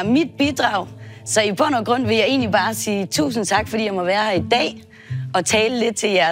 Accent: Herning, Central Denmark Region, Denmark; Men nu er jeg også fra Herning og fra Jylland af

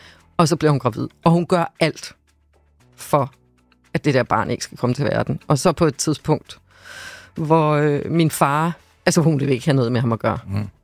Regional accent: Havrebjerg, Zealand, Denmark; also born or lived in Slagelse; Ja, Eren er fra en lille by, der hedder Havrebjerg, lidt uden for Slagelse, 12 km derude fra.

